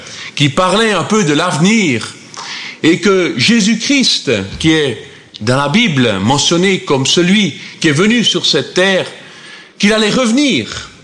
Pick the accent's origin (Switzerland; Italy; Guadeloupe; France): Switzerland; Cortaillod, Neuchâtel; J'ai été élevé en Suisse romande, à Cortaillot, près de Neuchâtel. Mon père vient d'Allemagne, il est depuis 50 ans en Suisse. Ma mère vient de Suisse allemande, j'ai donc été élevé bilingue.